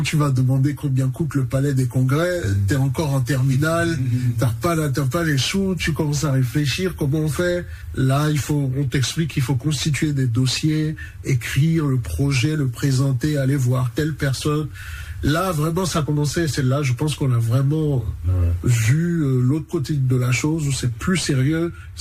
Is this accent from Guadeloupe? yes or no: no; Benin; je pense que c'est la première fois où on a voyagé, où on est sorti du Bénin pour un concert.